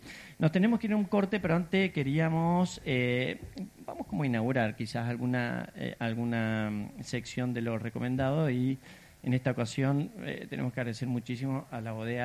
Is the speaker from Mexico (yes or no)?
no; Argentina; now in Mendoza, Argentina; Como argentino, pero sobre todo mendocino en este caso, porque estamos acá.